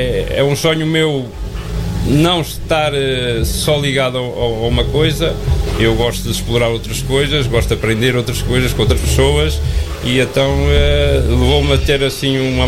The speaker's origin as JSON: {"language": "Portuguese", "country": "Portugal", "moved": "yes", "lives_now": "Oliveira de Frades, Portugal", "said": "Eu não sou de cá, eu estou cá há 30 anos, eu sou de São Pedro"}